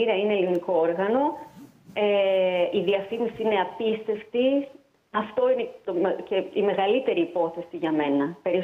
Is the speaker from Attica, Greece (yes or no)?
no; Thessaloniki, Central Macedonia, Greece; born there; moved away as an adult; also born or lived in Italy; Μετά πήγα στο μουσικό γυμνάσιο και λύκειο της Θεσσαλονίκης. Οπότε είχα να κάνω με μουσική από πολύ μικρή. Έφυγα στην Ιταλία για να σπουδάσω μουσικολογία.